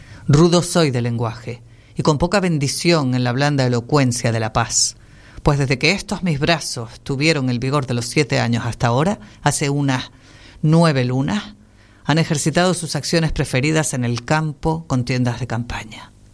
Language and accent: Spanish; Canary Islands, Spain; also born or lived in London; Ustedes ya saben que yo nací en Londres. … Pero bueno, por muy nacida en Londres que sea, soy canaria porque me trajeron a los 6 meses.